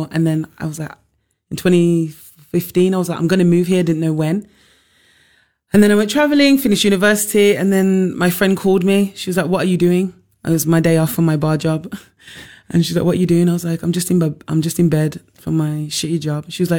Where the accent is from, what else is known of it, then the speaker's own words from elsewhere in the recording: Birmingham, West Midlands, United Kingdom; now in Berlin, Germany; Yeah, I'm from Birmingham.